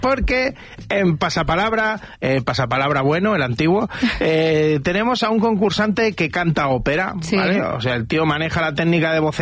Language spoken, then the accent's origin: Spanish; Galicia, Spain; Es que soy gallego yo.